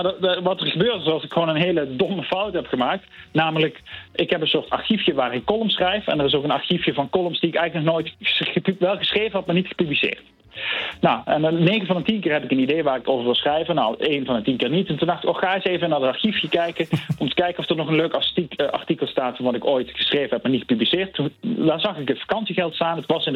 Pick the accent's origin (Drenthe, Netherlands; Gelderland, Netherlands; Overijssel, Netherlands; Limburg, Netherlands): Limburg, Netherlands; Venray; now in Rotterdam, Netherlands; in het mooie pittoreske Limburgse dorpje waar ik ben opgegroeid.